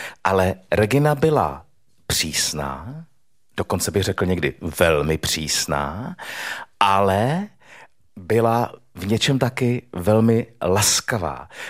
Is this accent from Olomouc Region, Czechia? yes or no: yes; Olomouc, Olomouc Region, Czechia; moved away as an adult; Já jsem z Moravy